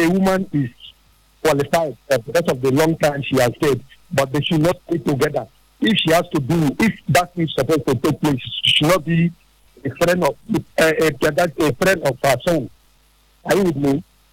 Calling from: Burundi; I'm calling you from Burundi.

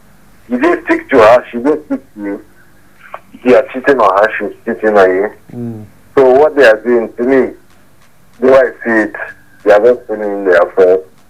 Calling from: Nigeria; calling from Tidongwada.

